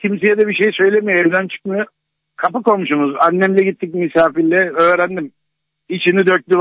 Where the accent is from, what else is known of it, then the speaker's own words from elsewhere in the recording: Istanbul, Turkey; Ya ben Kasımpaşa'da da bir yetiştim.